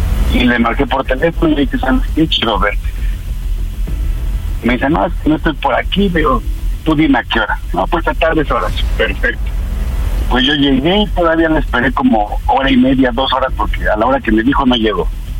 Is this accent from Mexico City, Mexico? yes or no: no; Nepantla, State of Mexico, Mexico; 42 años, soy de Nepantla.